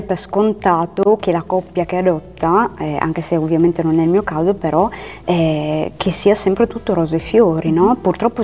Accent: Ethiopia; tornare in Etiopia è stato bello perché comunque ho ritrovato la mia terra

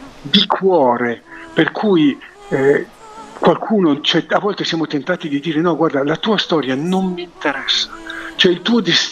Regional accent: Milan, Lombardy, Italy; E non per niente io amo ricordare da milanese che qui a Milano, alla stazione centrale, al binario 21

